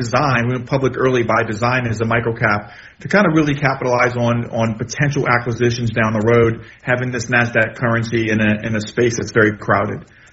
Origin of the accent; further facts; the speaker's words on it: New Orleans, Louisiana, United States; I'm from New Orleans.